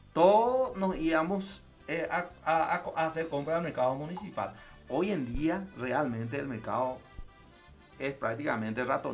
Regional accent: Paraguay; Yo, mi obligación como paraguayo es hablar el español. Mi obligación es como paraguayo hablar el guaraní y entender el guaraní

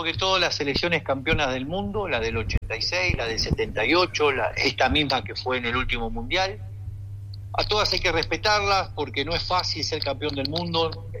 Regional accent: Argentina; como argentino feliz y emocionado

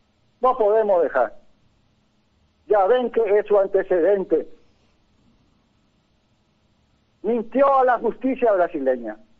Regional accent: Pedro Juan Caballero, Amambay, Paraguay; me debo a mi pueblo de Pedro Juan Caballero.

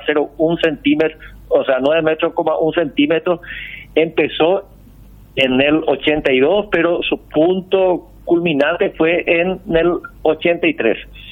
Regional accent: Paraguay; Somos los paraguayos solidarios, Mabel.

